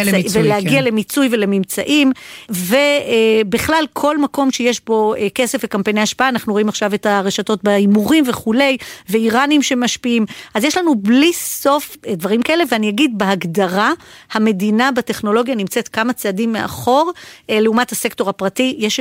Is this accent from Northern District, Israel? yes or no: no; Arad, Southern District, Israel; born there; אני ילידת ערד